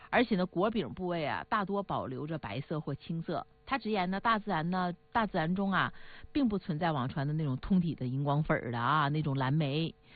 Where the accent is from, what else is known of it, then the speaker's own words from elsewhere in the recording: Northeast China, China; accent: Northeastern Mandarin; 也就是说用我们东北话说不皮实，